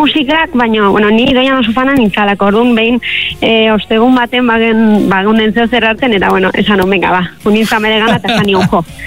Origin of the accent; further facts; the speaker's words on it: Pamplona, Navarre, Spain; Ni Iruñakoa naiz